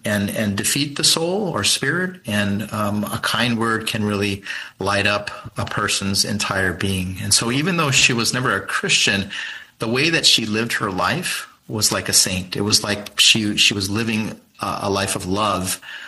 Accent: Arizona, United States; I grew up in Arizona to two parents who really didn't talk about religion.

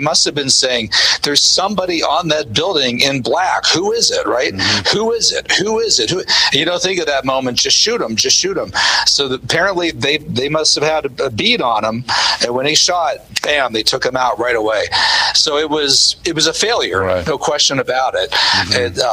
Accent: Butler, Pennsylvania, United States; I'm actually from Butler, Pennsylvania.

